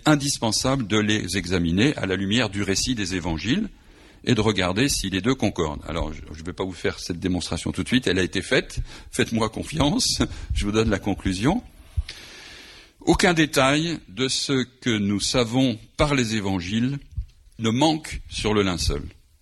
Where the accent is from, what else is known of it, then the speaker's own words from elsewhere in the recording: Lyon, Auvergne-Rhône-Alpes, France; Je suis lyonnais d'origine et j'ai fait mes études dans la commune où il résidait